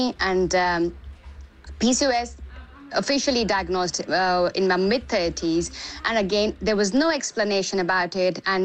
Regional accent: India; So I was born and raised in India, and I'm 45.

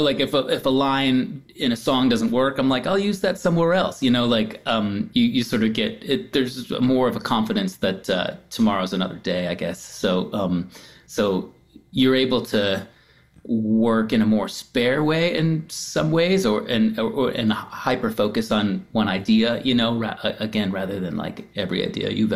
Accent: Midwest, United States; growing up in the Midwest

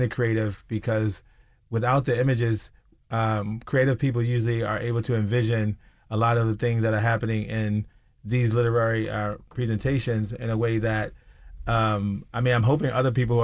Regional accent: Baltimore, Maryland, United States; growing up in Park Heights

